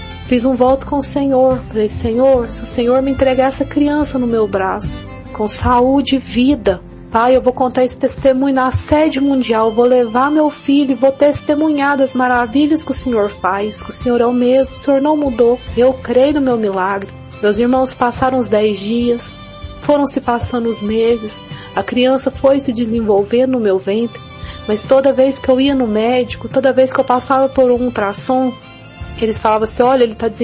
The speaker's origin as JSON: {"language": "Portuguese", "town": "São Gonçalo do Pará", "region": "Minas Gerais", "country": "Brazil"}